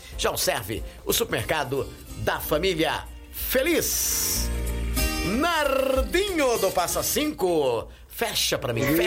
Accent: Araraquara, São Paulo, Brazil; born there; Então eu nasci em Araraquara, fui para Mutuca, Mutuca Rincão, Rincão Descalvado. Então eu amo Araraquara, amo esse povo, né?

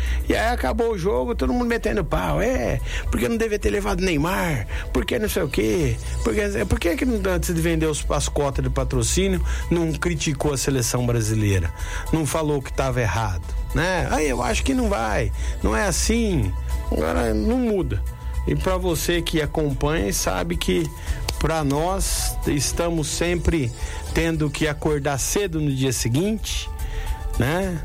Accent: Brazil; a gente é brasileiro acima de tudo

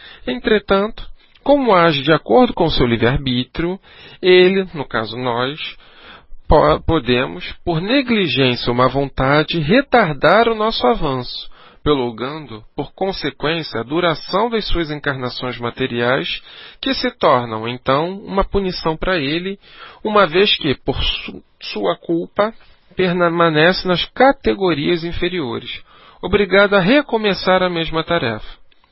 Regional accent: Rio de Janeiro, Brazil; da minha terra maravilhosa que é Bangu

